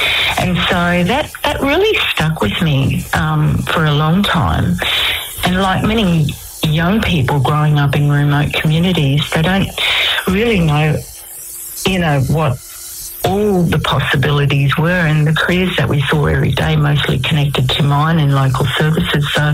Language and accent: English; Weipa, Queensland, Australia; moved away; also born or lived in Old Mapoon; growing up in Weeper and Old Marpoon in Far North Queensland, my childhood was adventurous and it was fun.